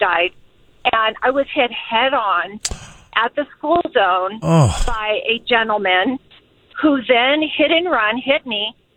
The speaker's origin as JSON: {"language": "English", "region": "Arizona", "country": "United States", "tie": "born or raised there", "moved": "yes", "lives_now": "El Dorado Hills, United States", "said": "Because I'm from Arizona, born and raised. I moved to El Dorado Hills about 14 years ago"}